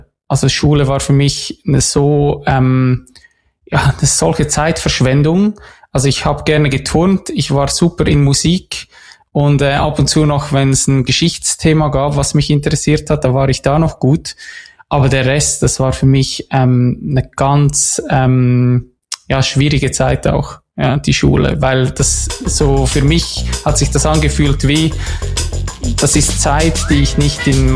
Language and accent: German; Lucerne, Switzerland; Ein bisschen außerhalb von Luzern, was eine relativ große Stadt ist für die Schweiz, was auch immer das heißt.